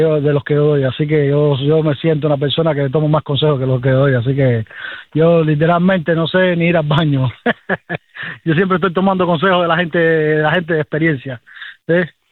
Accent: Varadero, Matanzas, Cuba; moved away; Sí, ese es mi lugar, ese es mi tierrita, mi terruño ahí, hermano. Tú sabes, yo quiero ese lugar que tú no eres capaz de imaginarte, hermano. Y lo extraño todos los días. Ahí pasé mis mejores etapas de mi vida

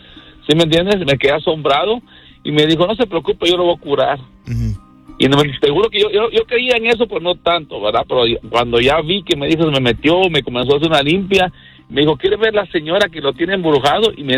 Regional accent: Guatemala; yo soy guatemalteco, me quería llevar a México y yo no quise irme para México.

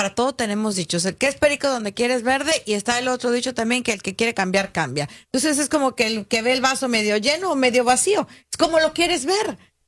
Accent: Guadalajara, Jalisco, Mexico; moved away; Soy de Guadalajara.

